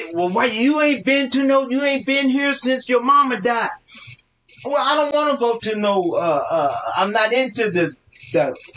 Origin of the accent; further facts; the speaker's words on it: Oklahoma City, Oklahoma, United States; I'm from Oklahoma City, Oklahoma.